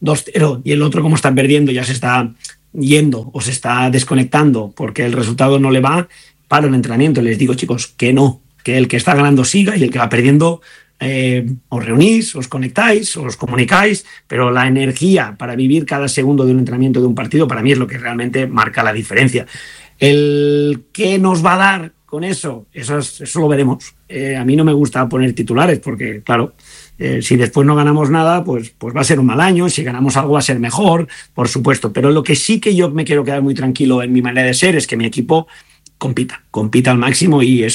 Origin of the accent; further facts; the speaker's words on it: Spain; yo soy entrenador español